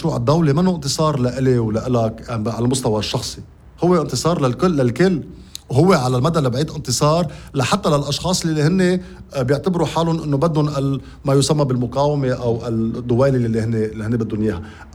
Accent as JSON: {"language": "Arabic", "country": "Lebanon", "said": "لا، هذه كمان شغلة بتوجعنا نحن كلبنانيين كتكلفة بيئية."}